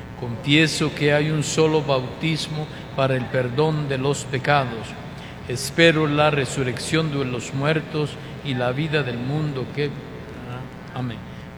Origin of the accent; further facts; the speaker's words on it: Cobán, Alta Verapaz, Guatemala; los cobaneros, nosotros